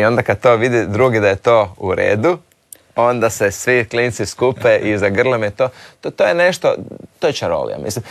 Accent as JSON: {"language": "Croatian", "country": "Croatia", "said": "ja sam iz Hrvatske."}